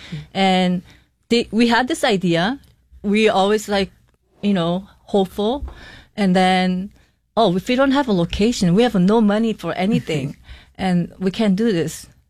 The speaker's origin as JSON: {"language": "English", "country": "South Korea", "second_language": "English", "lives_now": "Rochester, United States", "said": "So I'm from Korea."}